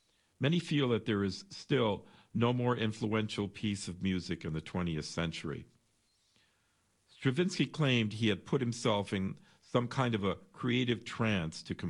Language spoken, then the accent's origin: English; Los Angeles, California, United States; my hometown of Los Angeles.